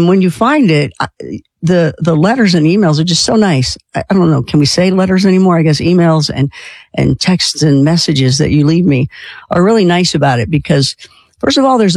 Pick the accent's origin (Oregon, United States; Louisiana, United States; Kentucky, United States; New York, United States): Kentucky, United States; Well, I'm from Kentucky, so we got to do a bourbon show.